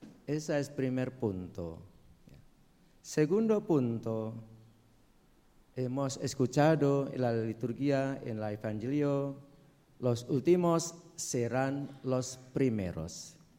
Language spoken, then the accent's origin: Spanish; Chile; nosotros como chilenos siempre ser orgullosos de ser chilenos.